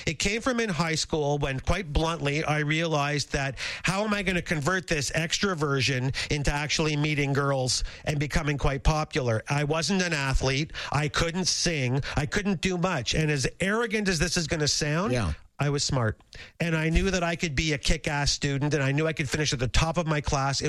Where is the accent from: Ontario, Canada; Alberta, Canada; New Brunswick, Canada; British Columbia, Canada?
Ontario, Canada; Toronto; I grew up in North York at Don Mills and Finch, and that's exactly where I live right now, 10 houses from where I grew up.